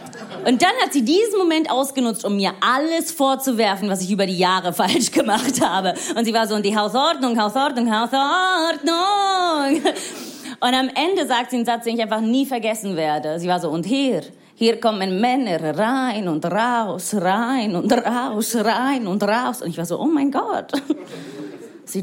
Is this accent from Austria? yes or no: no; Rome, Lazio, Italy; German is a second language; moved away as an adult; also born or lived in New York; now in Berlin, Germany; ich bin in Rom aufgewachsen, ich bin Italienerin